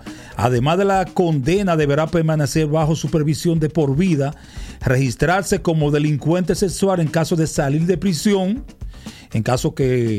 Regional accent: Dominican Republic

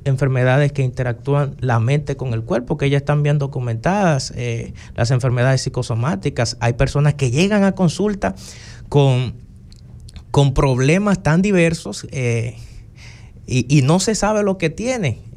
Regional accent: Dominican Republic; Yo soy egresado de la Universidad Central del Este. Soy de aquí.

